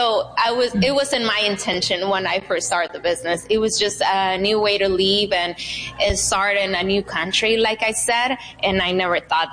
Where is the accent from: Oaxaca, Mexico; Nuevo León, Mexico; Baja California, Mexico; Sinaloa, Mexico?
Sinaloa, Mexico; Banda. I'm from Sinaloa.